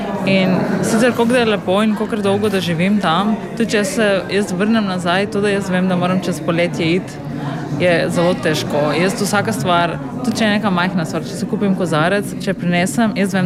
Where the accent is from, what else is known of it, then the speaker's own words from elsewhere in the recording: North Macedonia; Slovenian is a second language; now in Koper, Slovenia; ker zdaj po tok leta, veste, jaz res počutim, kot da sem bolj iz Kopra, kot iz Makedonije, ki sem prišla.